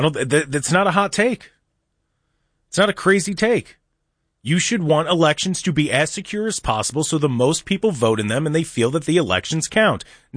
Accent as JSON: {"language": "English", "region": "Ohio", "country": "United States", "said": "As an American, as an Ohioan, as somebody who lives in your county"}